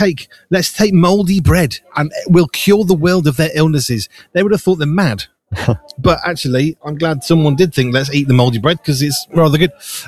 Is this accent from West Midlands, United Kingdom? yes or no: yes; Wolverhampton, West Midlands, United Kingdom; when I was brought up and raised in Wolverhampton